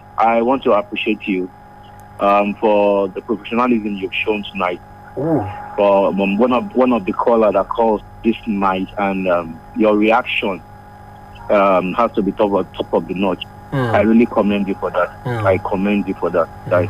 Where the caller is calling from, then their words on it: Ilorin, Kwara, Nigeria; From Tanke.